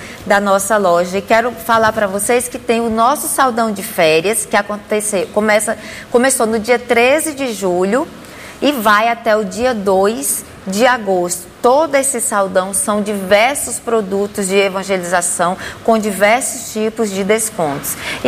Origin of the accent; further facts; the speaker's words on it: Piracicaba, São Paulo, Brazil; sou sócia da Canção Nova. Sou da cidade de Piracicaba